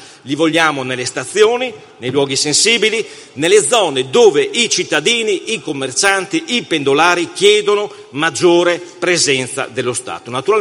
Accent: Pordenone, Friuli-Venezia Giulia, Italy; Io vengo da Pordenone, uno di quei capoluoghi che oggi è sprovvisto di questa iniziativa.

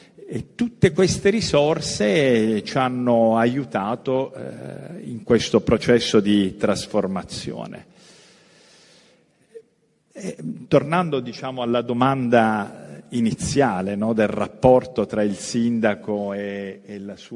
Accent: Bari, Apulia, Italy

